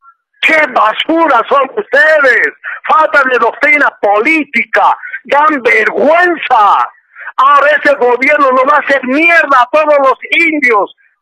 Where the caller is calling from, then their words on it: La Paz, Bolivia; de La Paz, La Hollada.